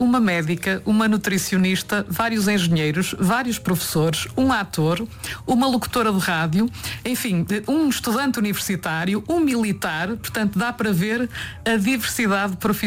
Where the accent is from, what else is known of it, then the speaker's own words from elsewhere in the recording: Braga, Norte, Portugal; eu por exemplo sou de Braga